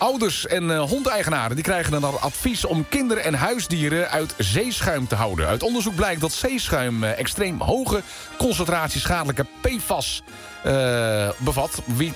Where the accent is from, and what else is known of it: Friesland, Netherlands